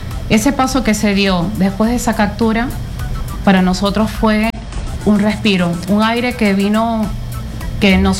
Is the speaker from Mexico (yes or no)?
no; Venezuela; now in Peru; te hablo como venezolana y también como hermana, que tengo familias allá en Venezuela.